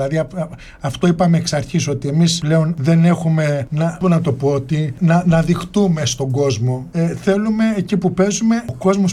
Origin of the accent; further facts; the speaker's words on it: Heraklion, Crete, Greece; moved away as an adult; now in Switzerland; Εγώ ήρθα στην Ελβετία το 2015. Ήρθα πριν 11 χρόνια. Είμαι από το Ηράκλειο, από την Κρήτη.